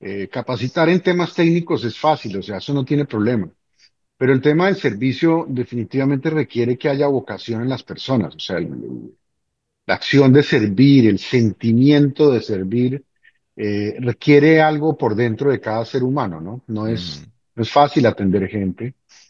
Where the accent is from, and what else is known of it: Panama